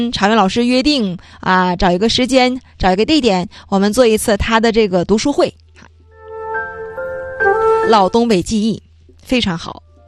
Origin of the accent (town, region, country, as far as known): Jilin, China